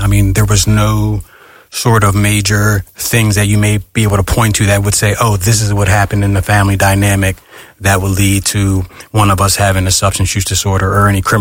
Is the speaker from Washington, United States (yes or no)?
no; East Norriton, Pennsylvania, United States; we grew up in East Norton, Pennsylvania. Yeah. So that was, the outskirts of Norristown.